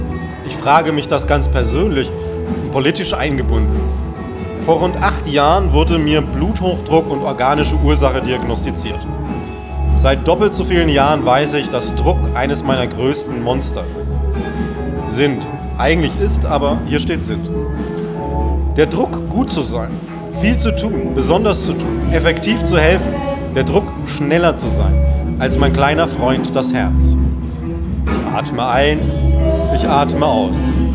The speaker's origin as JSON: {"language": "German", "town": "Würzburg", "region": "Bavaria", "country": "Germany", "moved": "yes", "lives_now": "Leipzig, Germany"}